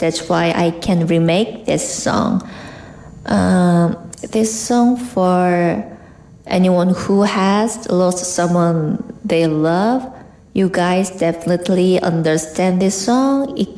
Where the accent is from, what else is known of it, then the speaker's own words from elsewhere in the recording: South Korea; now in Indonesia; from South Korea, but I already live in Indonesia a bit, so I feel I'm almost Indonesian, especially Orang Ciputat.